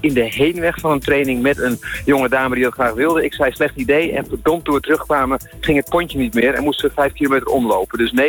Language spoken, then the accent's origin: Dutch; Amsterdam, North Holland, Netherlands; ik ben opgegroeid in Amsterdam.